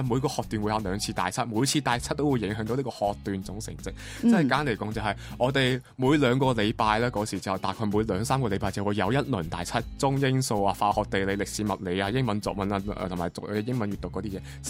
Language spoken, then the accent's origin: Cantonese; Macau; 我哋澳门人咧去内地高校咧